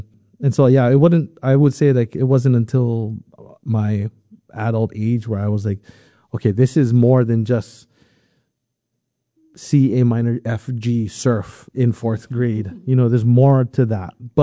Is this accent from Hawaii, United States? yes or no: yes; Hawaii, United States; maybe I can speak for all of us as a Hawaiian musician or just a musician from Hawaii even.